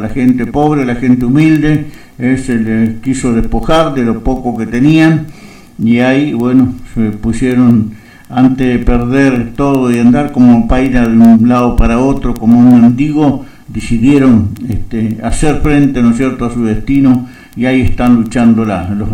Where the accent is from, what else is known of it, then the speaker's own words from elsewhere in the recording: Patagonia, Argentina; los encuentros tradicionalistas que siempre tenemos en nuestra Patagonia